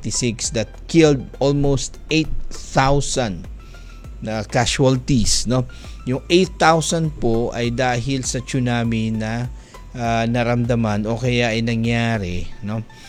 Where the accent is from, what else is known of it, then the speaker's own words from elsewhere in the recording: Marantao, Lanao del Sur, Philippines; which is in Marawi City, or rather in Lanao del Sur, in Marantao, in my hometown